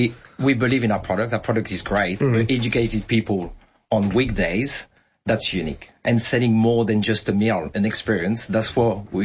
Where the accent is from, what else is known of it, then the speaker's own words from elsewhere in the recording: France; accent: French; moved away as an adult; now in Australia; Born and raised in France, Spanish background. Moved to Australia probably 15 years ago.